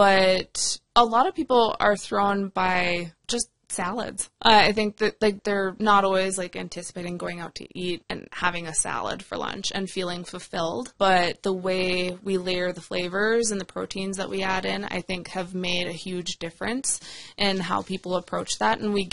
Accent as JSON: {"language": "English", "town": "White Earth Reservation", "region": "Minnesota", "country": "United States", "tie": "born or raised there", "said": "I grew up on the White Earth Reservation, and so I have a preference."}